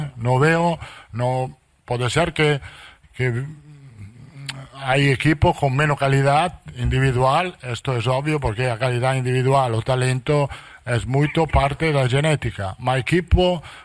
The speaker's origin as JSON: {"language": "Portuguese", "country": "Italy", "second_language": "Portuguese", "said": "Me sento bien, italiano, brasileiro, eu sou italiano. É uma experiência fantástica treinar no Brasil."}